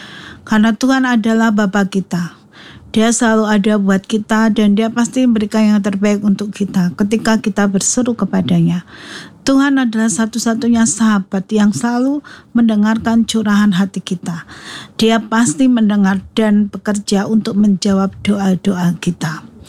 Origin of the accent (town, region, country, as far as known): Indonesia